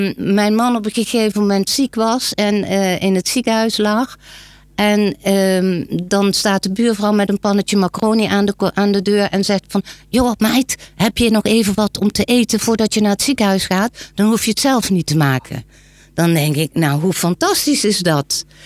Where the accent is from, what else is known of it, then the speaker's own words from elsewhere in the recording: Limburg, Netherlands; moved away; ik spreek het niet. Maar ik kom natuurlijk uit Limburg. Bij mij thuis spraken ze wel Limburg. Alhoewel ik een moeder heb gehad die vond dat de kinderen keurig netjes ABN moesten spreken. Dus mijn ouders spraken met de kinderen geen Limburgs